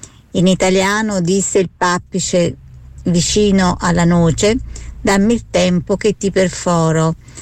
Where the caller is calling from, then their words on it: Naples, Campania, Italy; da Napoli